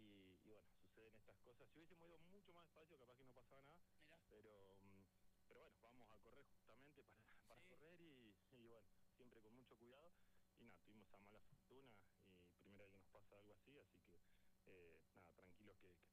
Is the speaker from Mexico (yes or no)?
no; Argentina; gracias a Dios somos argentinos, tenemos esa garra, esa cuota extra